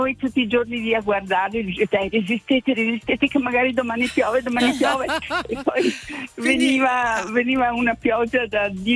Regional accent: Valdobbiadene, Veneto, Italy; noi siamo di Val d'Abbiadene, quindi Alta Collina.

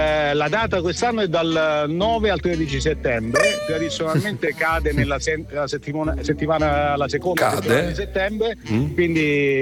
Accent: Calabria, Italy; sono proprio calabrese.

